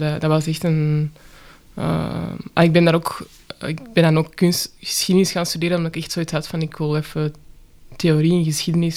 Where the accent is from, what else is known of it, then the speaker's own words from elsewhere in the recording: Antwerp, Flanders, Belgium; als Antwerpenaar.